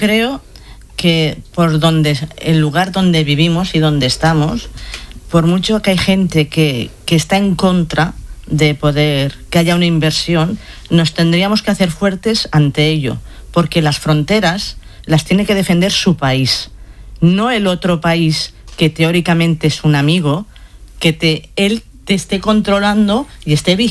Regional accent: Melilla, Spain; Somos un pedacito de España que estamos en el norte de África

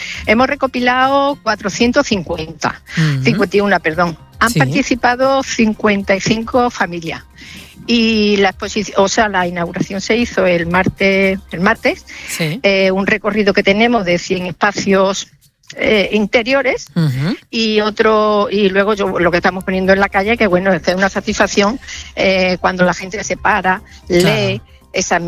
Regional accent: Bellavista, Spain; born there; yo soy nacida aquí en Bellavista

